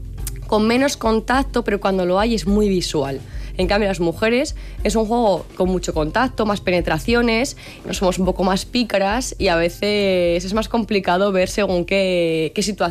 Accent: Ambel, Aragon, Spain; Ambel, mi pueblo. Me gusta muchísimo ir allí, disfruto de la naturaleza, del Moncayo, haciendo excursiones, paseando con la familia, con el perro.

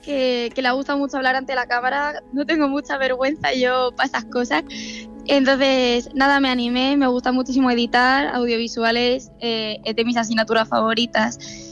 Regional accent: Murcia, Region of Murcia, Spain; De Murcia capital, exactamente. De centro. De hecho, cuando me confunden con el acento digo, no puede ser, si es súper reconocible.

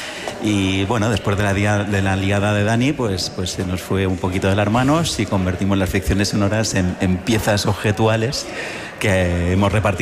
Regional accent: Balearic Islands, Spain; Yo soy de Mallorca y el proyecto tiene una pierna en Mallorca y la otra está aquí en Madrid.

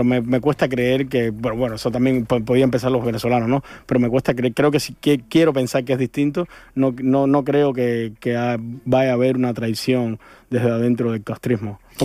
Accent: Cuba; moved away as an adult

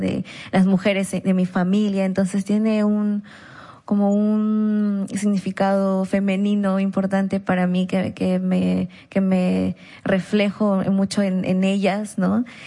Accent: Ayacucho, Peru; yo soy andina, yo soy ayacuchana, yo soy quechua y quiero cantar, quiero rapear en este idioma porque me representa y soy muy feliz así.

